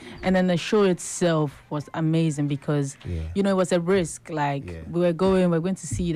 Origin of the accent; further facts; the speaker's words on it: Ghana; As Ghanaian artists